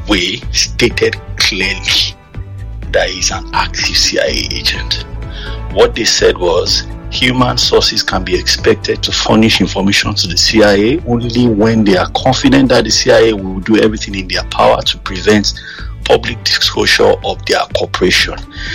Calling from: United Kingdom; I'm calling from the UK.

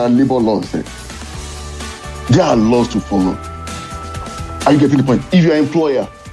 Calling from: South Africa; I'm calling from South Africa, my brother.

